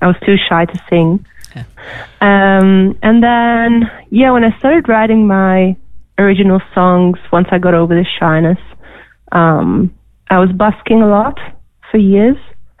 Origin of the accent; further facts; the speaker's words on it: Hungary; now in Milton, Australia; 3.5 years in Milton. My partner's from here, so that's how I ended up here. I'm originally from Hungary, and yeah, but I'm going to stay here for the future.